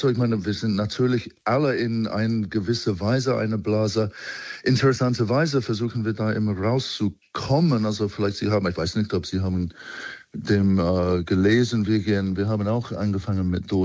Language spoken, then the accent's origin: German; United Kingdom; now in Germany; Ich bin Brite, genau.